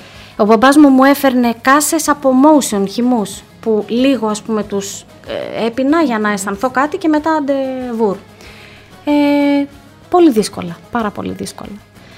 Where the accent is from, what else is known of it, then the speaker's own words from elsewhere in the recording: Thessaloniki, Central Macedonia, Greece; εδώ στην πόλη μου, να είμαι γέννημα θρέμα